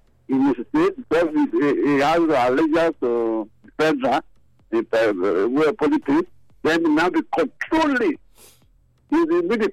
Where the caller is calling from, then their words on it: Nigeria; I am one of the Nigerians